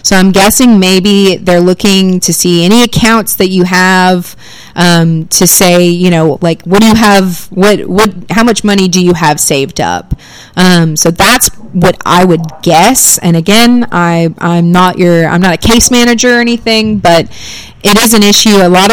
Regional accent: Camden, Arkansas, United States; So, for example, the hospital in my hometown of Camden, Arkansas, just filed for bankruptcy.

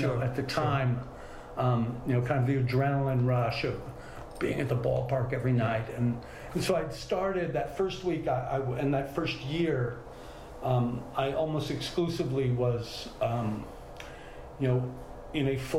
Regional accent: San Francisco, California, United States; as someone growing up in San Francisco

